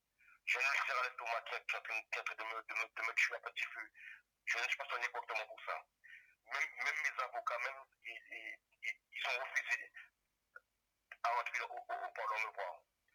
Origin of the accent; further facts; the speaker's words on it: Guadeloupe; now in France; moi je suis Guadeloupéen et j'ai le mental.